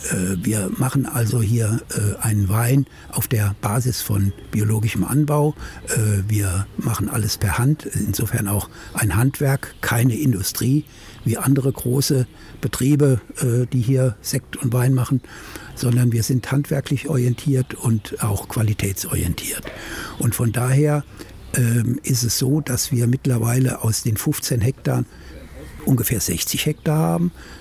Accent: Bacharach, Rhineland-Palatinate, Germany; moved away as an adult; now in Jerischke, Germany; wenn Sie das hören an meinem Dialekt, ich bin nicht geboren hier in der Region. Ich komme gebürtig aus Bacharach am Rhein.

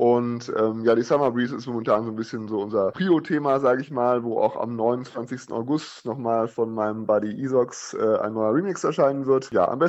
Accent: North Rhine-Westphalia, Germany; und auch in meiner Heimatregion OWL bin ich im September nochmal beim Vapel Beats Closing.

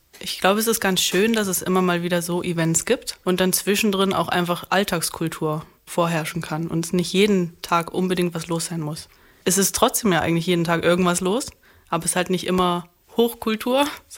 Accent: Chemnitz, Saxony, Germany; moved away; also born or lived in Berlin; Ich komme zwar aus Chemnitz, habe aber viele Jahre auch in Berlin gelebt

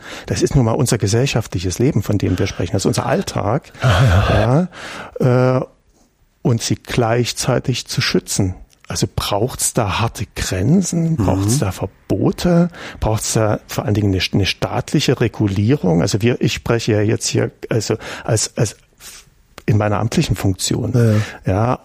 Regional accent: Germany; also ich bin in der DDR groß geworden

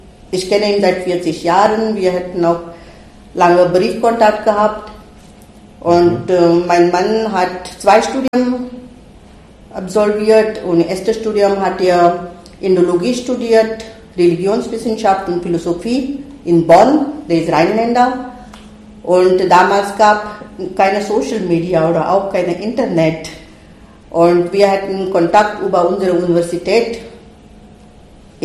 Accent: Mumbai, Maharashtra, India; German is a second language; moved away as an adult; also born or lived in Vechta, Germany; now in Görlitz, Germany; Ich bin in Indien geboren und ich bin auch dort aufgewachsen. Ich war 24 Jahre alt und ich bin hier geheiratet mit einem Lateinlehrer und ich bin 1990, so etwa

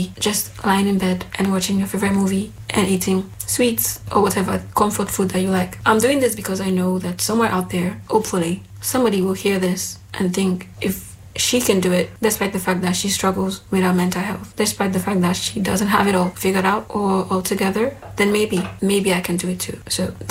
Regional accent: Nigeria; accent: Nigerian; English is a second language; moved away as an adult; now in Greece; I'm from Nigeria. I lived in Nigeria up until I was 18 years old, and then I moved to Greece. I lived in Greece for about 4 years

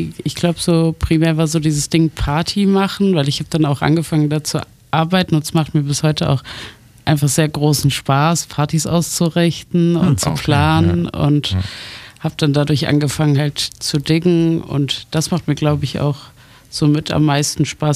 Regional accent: Trier, Rhineland-Palatinate, Germany; now in Leipzig, Germany; ich bin in Trier geboren und aufgewachsen. Und habe da meine Tage verbracht

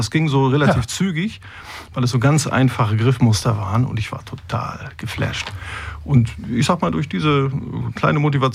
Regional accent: Neumünster, Schleswig-Holstein, Germany; also born or lived in Kiel / Hamburg; now in Bostedt, Germany; Ich komme gebürtig aus Neumünster, bin also gebürtiger Neumünsteraner, bin nie weit rumgekommen, bin im Norden eigentlich immer treu geblieben. Kiel, Hamburg, Neumünster, jetzt wohne ich im Bostedt

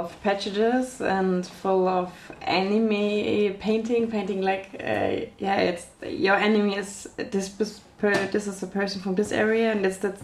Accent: Germany; I'm from Germany

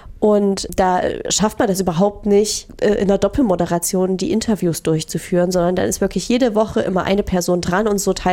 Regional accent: Crimmitschau, Saxony, Germany; moved away; Ja, genau. Ich bin aus Krimmitschau hergezogen.

